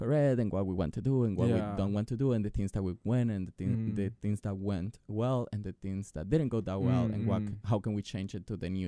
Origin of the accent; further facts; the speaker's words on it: Colombia; moved away; I grew up in Colombia.